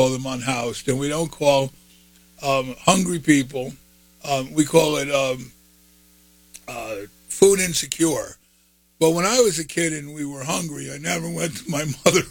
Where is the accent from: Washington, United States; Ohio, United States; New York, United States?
New York, United States; Watervliet; So I grew up in Watervliet